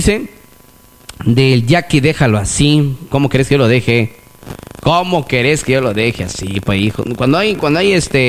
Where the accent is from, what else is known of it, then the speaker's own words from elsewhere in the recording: Comitán, Chiapas, Mexico; somos de Chiapas, hijo. Somos de Chiapas, de aquí de Comitán, para ser exactos, de Comitán, Chiapas.